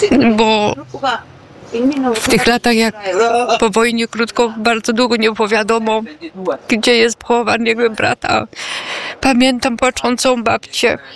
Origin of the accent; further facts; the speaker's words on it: Silesian Voivodeship, Poland; my ze Śląska Cieszyńskiego pochodzimy